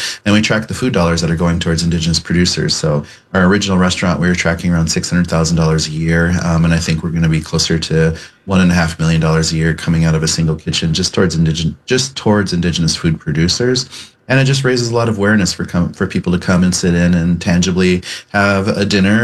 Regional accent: Pine Ridge Reservation, South Dakota, United States; a reservation like mine, where I grew up on South Dakota in Pine Ridge Reservation

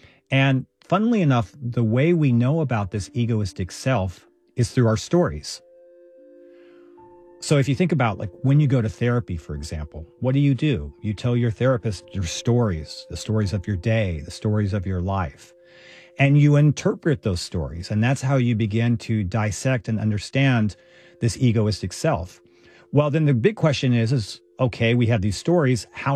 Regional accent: Texas, United States; the one thing that people found most interesting about me was that I was from Texas.

